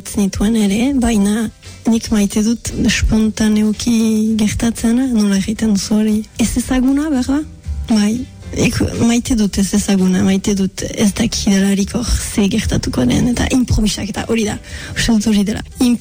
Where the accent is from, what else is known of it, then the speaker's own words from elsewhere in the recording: Bayonne, Nouvelle-Aquitaine, France; Baionakoa naiz, eta, bon, ostakit importantea den, me ogoita amagost urte ditut.